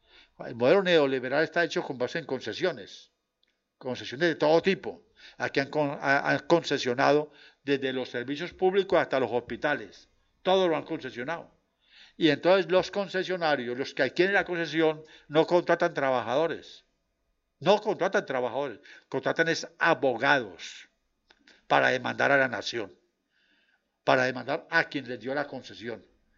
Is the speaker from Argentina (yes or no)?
no; Colombia; somos todos los colombianos